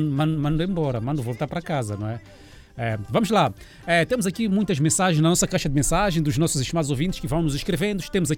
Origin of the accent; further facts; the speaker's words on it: Sofala, Mozambique; now in Tete, Mozambique; sou de Sofala, só que estou aqui em Tete.